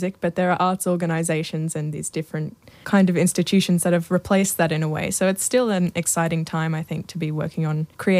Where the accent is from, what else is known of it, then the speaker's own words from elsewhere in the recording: Brisbane, Queensland, Australia; I grew up in Brisbane and my family now lives up on the Sunshine Coast, yes.